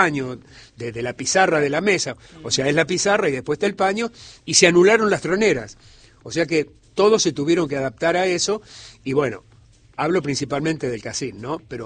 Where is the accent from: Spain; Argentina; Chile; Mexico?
Argentina; Rosario, Santa Fe; yo soy rosarino al 100%